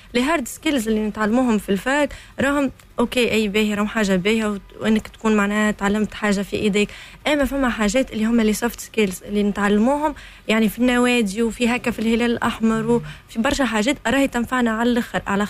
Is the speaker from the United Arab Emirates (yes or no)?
no; Tunisia; أنا كطالب تونسي